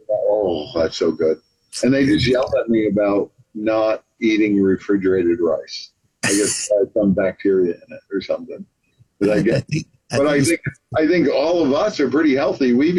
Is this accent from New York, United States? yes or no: yes; New York, United States; I grew up in New York